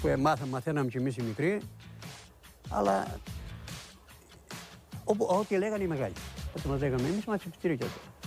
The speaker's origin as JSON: {"language": "Greek", "town": "Heraklion", "region": "Crete", "country": "Greece"}